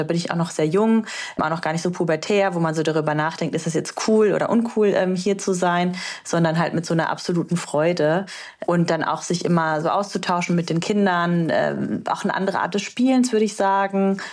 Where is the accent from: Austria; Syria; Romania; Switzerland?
Romania; Transylvania; now in Germany; Mein Glücksort sind nämlich die Sommerferien und Winterferien in meiner Heimat, bei meiner Großmutter in Rumänien in Siebenbürgen.